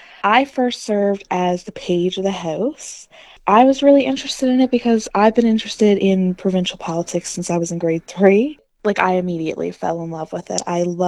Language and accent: English; Labrador City, Newfoundland and Labrador, Canada; So I was like born and raised in Labrador West. So it's definitely been a big part of my life.